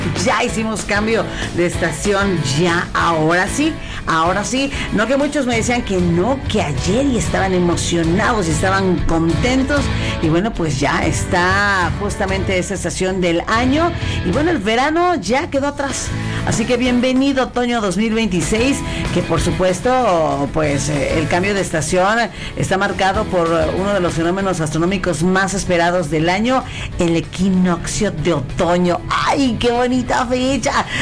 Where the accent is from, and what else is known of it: Mexico